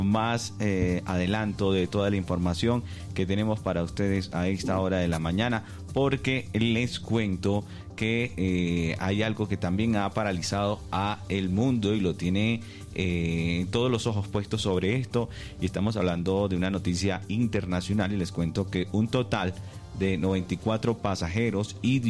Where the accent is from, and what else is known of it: Colombia